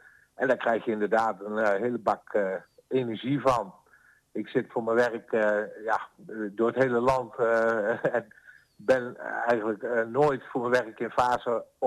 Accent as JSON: {"language": "Dutch", "town": "Doesburg", "region": "Gelderland", "country": "Netherlands", "moved": "yes", "lives_now": "Vaassen, Netherlands", "said": "Ik kom oorspronkelijk uit Doesburg. Dat was ook echt een verenigingsdorp, of stadje moet ik zeggen, Doesburg."}